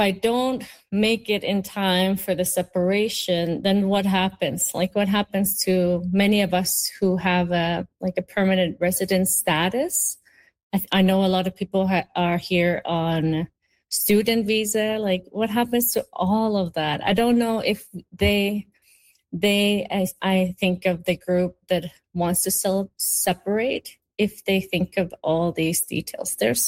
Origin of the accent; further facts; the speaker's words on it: Greenland; now in Canada; Yes, I am an immigrant from Kalaallit Nunaat, from Denmark.